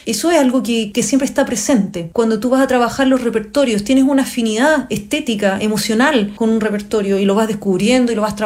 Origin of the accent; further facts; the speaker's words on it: Chile; Yo soy chilena, soy pianista